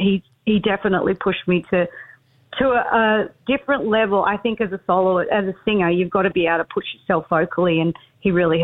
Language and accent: English; Australia; so I got to Nashville and I'd be like, oh, hey, yeah, I'm Australian. I write trucking songs.